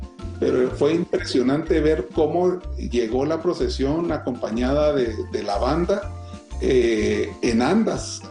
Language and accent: Spanish; Guatemala